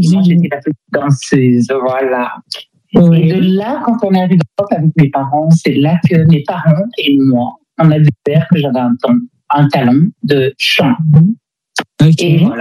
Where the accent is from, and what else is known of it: DR Congo